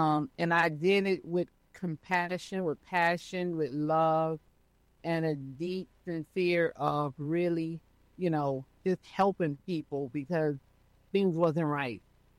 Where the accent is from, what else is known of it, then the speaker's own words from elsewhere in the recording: Miami-Dade County, Florida, United States; moved away as an adult; now in Crawford County, Georgia, United States; I am from Miami-Dade County. All my life, and I just recently moved to Georgia about four and a half years ago now. And I am in Crawford County, unfortunately, and thank God. But I live in Crawford County in Georgia